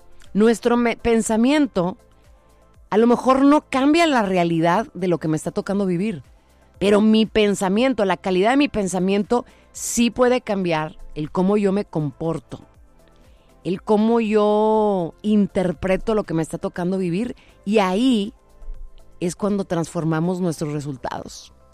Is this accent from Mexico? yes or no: yes; Mexico; porque como mexicanos decimos, no, pues es que nos han tocado equipos muy fáciles.